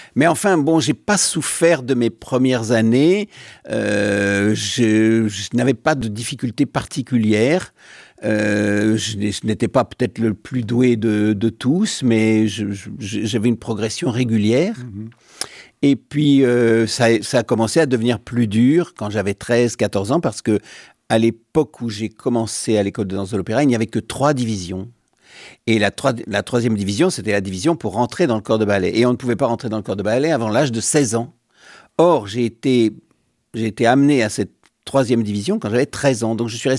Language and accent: French; Paris, Île-de-France, France; Je suis parisien, je suis un petit parisien plutôt banlieusard, mais parisien, oui.